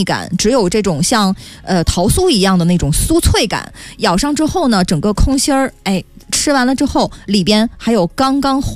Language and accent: Chinese; Heihe, Heilongjiang, China; moved away